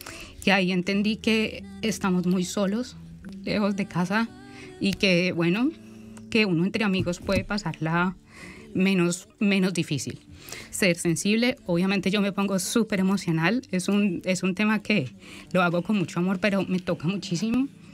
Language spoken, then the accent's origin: Spanish; Colombia; now in Australia; yo soy colombiana